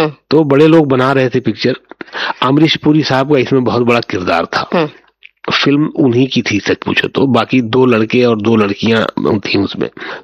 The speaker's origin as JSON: {"language": "Hindi", "town": "Surat", "region": "Gujarat", "country": "India", "moved": "as an adult", "lives_now": "Mumbai, India", "said": "तो मैं सूरत से मुंबई आ गया 2001 फरवरी में।"}